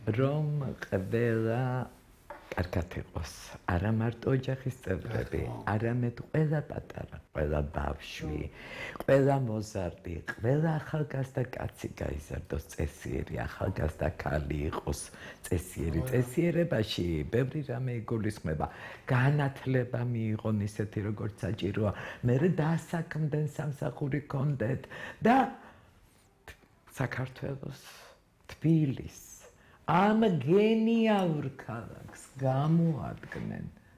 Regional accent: Tbilisi, Georgia; born there

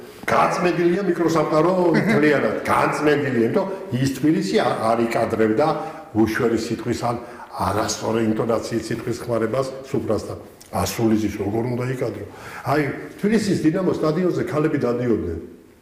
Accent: Tbilisi, Georgia; ეხა თბილისში მე და ისე ძველობაში დავიბადე და რიყალაძეში დავიბადე. ამაზე ძველი უბანი არ არსებობს. მე ისეთი მკვიდრი ბინადარი ვარ თბილისში.

